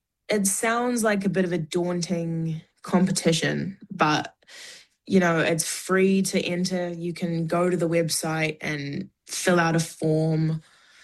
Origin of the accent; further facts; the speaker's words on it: Clarks Beach, Auckland, New Zealand; I grew up in a town called Clarke's Beach